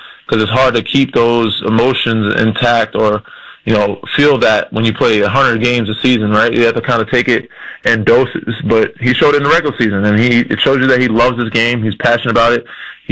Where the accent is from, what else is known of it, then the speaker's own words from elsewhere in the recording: New York, United States; I've never been a Knicks fan, even though I grew up in New York